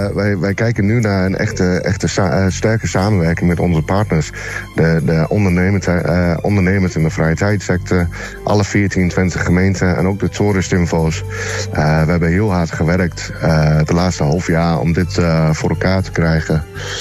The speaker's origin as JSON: {"language": "Dutch", "country": "United Kingdom", "second_language": "Dutch", "moved": "yes", "lives_now": "Twente, Netherlands", "said": "je hoort het ook in mijn accent waarschijnlijk. Ik kom hier niet oorspronkelijk vandaan. Maar na 16 jaar ben ik wel een soort van Britse tukker geworden"}